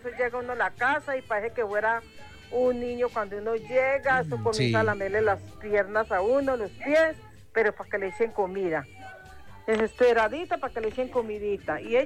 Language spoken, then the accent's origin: Spanish; Calarcá, Quindío, Colombia